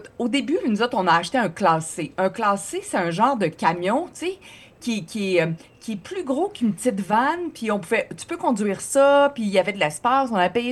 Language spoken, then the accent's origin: French; Joliette, Quebec, Canada; Moi, je suis native de Joliette. Mon père habite toujours là.